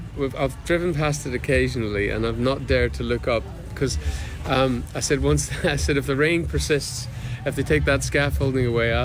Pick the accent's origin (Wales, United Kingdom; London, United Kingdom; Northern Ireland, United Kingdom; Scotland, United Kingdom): Northern Ireland, United Kingdom; Derry; when I grew up in the Bogside, I was born in 66, and we were there. We moved out because of the Bloody Sunday and all the trouble